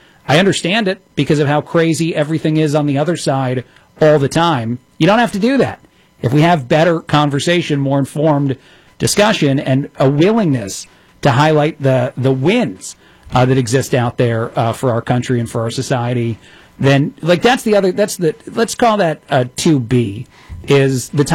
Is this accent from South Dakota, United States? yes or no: no; New Jersey, United States; We all love those growing up in New Jersey.